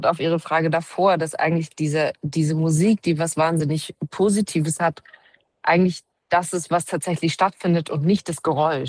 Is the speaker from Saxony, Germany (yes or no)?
yes; Leipzig, Saxony, Germany